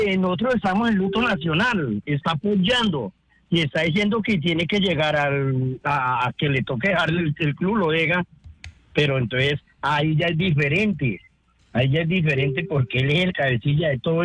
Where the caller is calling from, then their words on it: Villavicencio, Meta, Colombia; usted sabe que yo llamo desde Villavicencio.